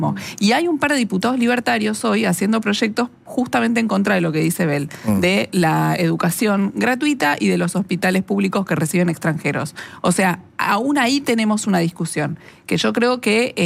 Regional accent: Argentina; Lo que hay es un mestizaje muy grande y muchísima inmigración que nos conforma como argentinos. Somos eso, somos un montón de mezcolanza.

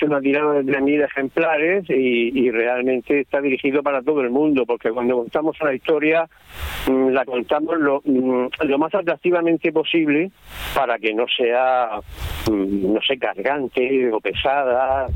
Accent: Murcia, Region of Murcia, Spain; que yo de dónde era, y yo, pues yo soy de Murcia, y nadie sabía qué era y qué dónde estaba y qué es lo que tenía Murcia.

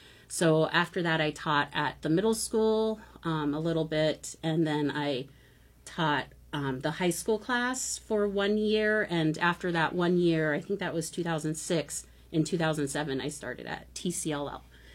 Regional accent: Juneau, Alaska, United States; I grew up in Juneau

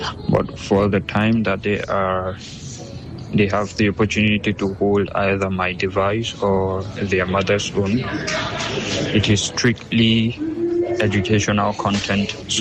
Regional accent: Nigeria; I'm from Nigeria.

